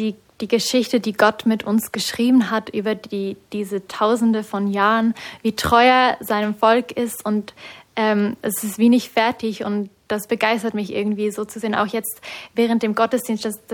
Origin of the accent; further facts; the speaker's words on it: Switzerland; accent: Swiss German; first language Swiss German; German is a second language; auch gerade weil es noch Hochdeutsch ist und meine Muttersprache eigentlich Schweizerdeutsch ist.